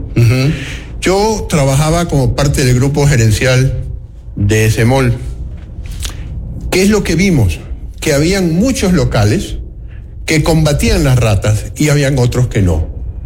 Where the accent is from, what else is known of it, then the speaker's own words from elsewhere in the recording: Guayaquil, Guayas, Ecuador; Yo soy guayaquileño.